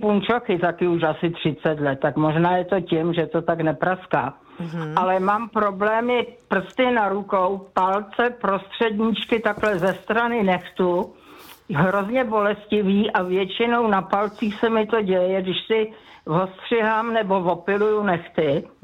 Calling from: Plzeň Region, Czechia; Já jsem posluchačka z Rokycanska

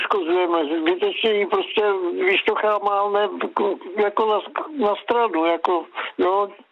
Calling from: Plzeň, Plzeň Region, Czechia

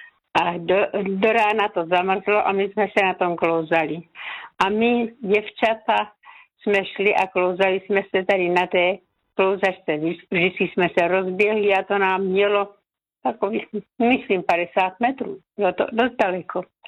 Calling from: Znojmo, South Moravian Region, Czechia; A jsem posluchačka ze Znojma z penzionu u Kauflandu.

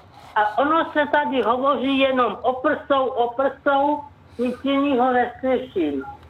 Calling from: Plzeň Region, Czechia; jsem z Plzeňska.

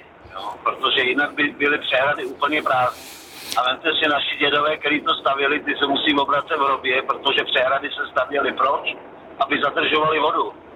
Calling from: South Bohemian Region, Czechia; já jsem z Budic

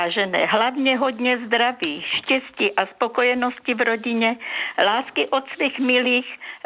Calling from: Kostice, South Moravian Region, Czechia; já vás zdravím opravdu z Kostic.

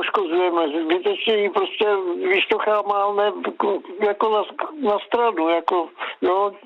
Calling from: Plzeň, Plzeň Region, Czechia

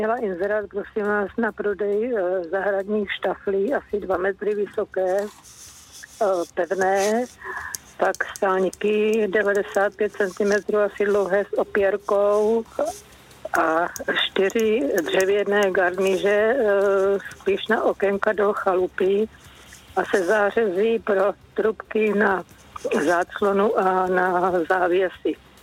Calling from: Rychnov nad Kněžnou, Hradec Králové Region, Czechia; jsem z Rychnova nad Kněžnou.

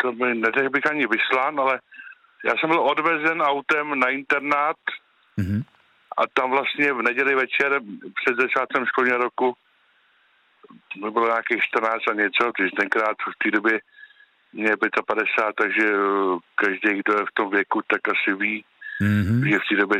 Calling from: Sokolov District, Karlovy Vary Region, Czechia; já jsem ze Sokolovska

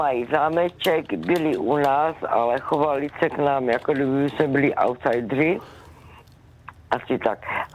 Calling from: Jeseník, Olomouc Region, Czechia

